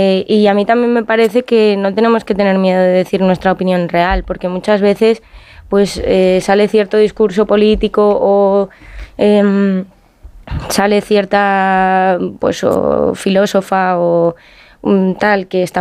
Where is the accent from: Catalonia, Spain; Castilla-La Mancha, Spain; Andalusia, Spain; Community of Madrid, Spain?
Community of Madrid, Spain; Madrid; yo también que soy de Madrid